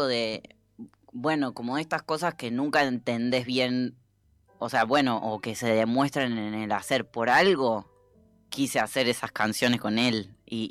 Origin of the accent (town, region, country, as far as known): Laguna Larga, Córdoba, Argentina